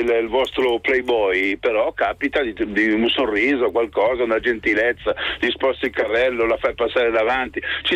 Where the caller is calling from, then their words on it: Sesto Calende, Lombardy, Italy; io sono di Sesto Calende, provincia di Varese